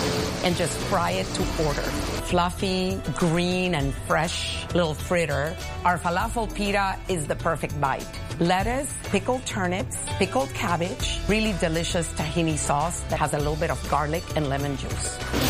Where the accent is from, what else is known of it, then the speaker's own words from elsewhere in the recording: Lima, Peru; I am originally from Lima, Peru.